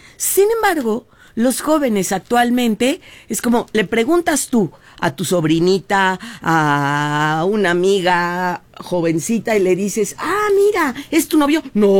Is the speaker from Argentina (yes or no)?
no; Mexico; sí, claro, sí, somos mexicanos